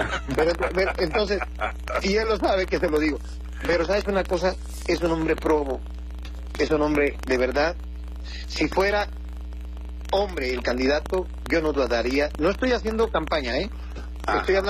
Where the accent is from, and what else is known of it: Acapulco, Guerrero, Mexico; moved away